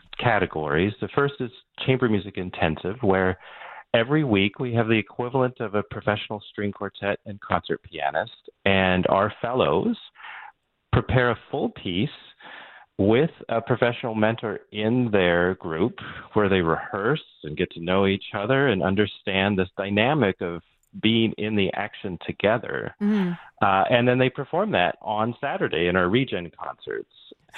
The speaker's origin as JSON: {"language": "English", "town": "Calgary", "region": "Alberta", "country": "Canada", "tie": "born or raised there", "moved": "yes", "lives_now": "Toronto, Canada", "said": "And I grew up in Calgary, Alberta, and have a big, country music background."}